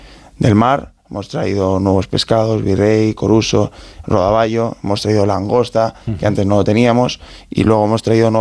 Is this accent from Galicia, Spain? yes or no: yes; Galicia, Spain; buscando esa madera, esa naturaleza, vamos, propia de Galicia y propia de mi pueblo del interior, que es Pudenza.